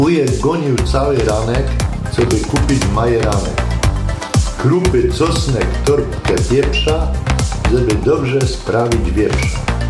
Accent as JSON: {"language": "Polish", "town": "Cięcina", "region": "Silesian Voivodeship", "country": "Poland", "tie": "born or raised there", "said": "Ja pochodzę z Cięciny, tam był potok taki, nazywał się Cięcinka."}